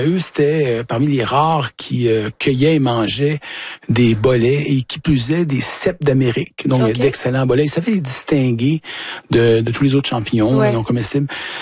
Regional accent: Saint-Ambroise-de-Cuillère, Quebec, Canada; J'ai commencé dans notre boisé, là, adjacent au verger d'Arbranois chez nous, à Saint-Ambroise-de-Cuillère.

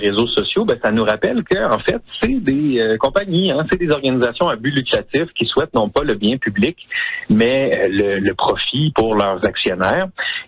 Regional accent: Canada; now in Ontario, Canada

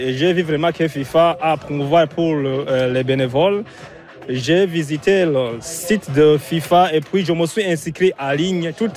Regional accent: Burundi; now in Canada; Je viens au Burundi.

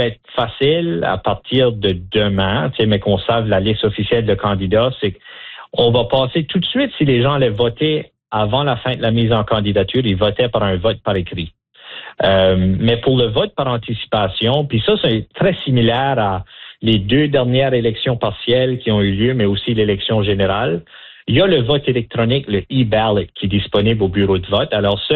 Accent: New Brunswick, Canada; Moi, je suis un Acadien, je suis originaire du New-Brunswick, alors je comprends cette importance-là

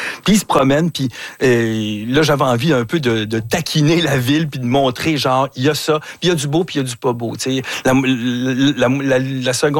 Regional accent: Montreal, Quebec, Canada; born or raised there

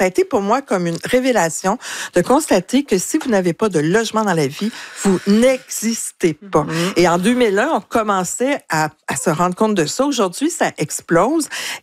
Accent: Quebec, Canada; en tant que Québécois

